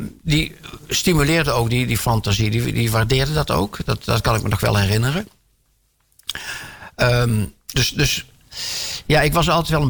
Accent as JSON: {"language": "Dutch", "town": "Tilburg", "region": "North Brabant", "country": "Netherlands", "tie": "born there", "said": "Maar ik ben geboren in Tilburg. Ik kom uit een slagersgeslacht, zeg maar."}